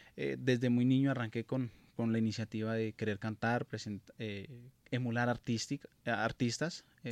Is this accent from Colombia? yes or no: yes; Jambaló, Cauca, Colombia; moved away as an adult; now in Valle del Cauca, Colombia; Actualmente estamos ubicados en el Valle por todo el tema artístico. Soy del municipio de Jambaló, también de Tierra Fría.